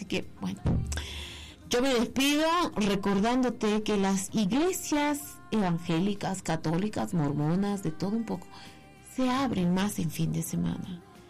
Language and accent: Spanish; Bolivia; muchos de los míos han atravesado, míos, digo bolivianos